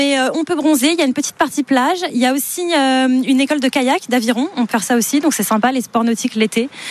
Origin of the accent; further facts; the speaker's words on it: Joinville-le-Pont, Île-de-France, France; now in Nanterre, France; Moi, ce que j'aime, c'est de retourner un peu sur mes terres natales, dans le Val-de-Marne, sur les bords de Marne, à Joinville-le-Pont plus précisément.